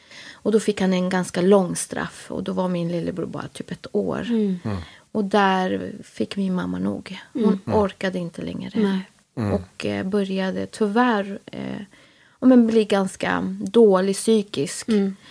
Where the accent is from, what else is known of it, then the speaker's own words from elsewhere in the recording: Jordbro, Stockholm County, Sweden; now in Älvsjö, Sweden; Född och uppvuxen i Stockholm. I södra sidan, Jordbro, Haninge.